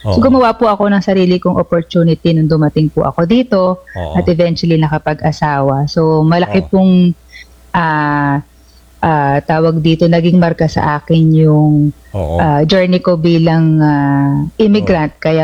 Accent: San Miguel, Bulacan, Philippines; moved away as an adult; now in New Jersey, United States; Born and raised in San Miguel, Bulacan. Kaya malalim po tayong Managalog.

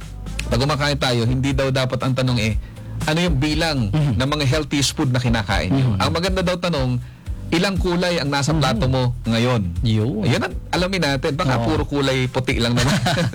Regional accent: Bicol Region, Philippines; sa amin sa Bicol

